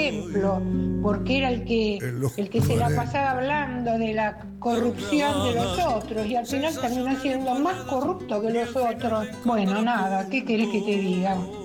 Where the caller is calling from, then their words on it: Ramos Mejía, Buenos Aires Province, Argentina; desde Ramos Mejía.